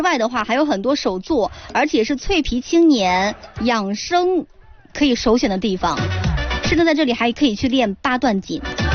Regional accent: China; 最让我们中国人引以为傲的

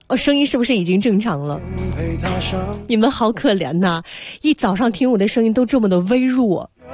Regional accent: Shanxi, China; 小的时候我们都吃过这种月饼，这个是我们山西这边的特色，山西的特色

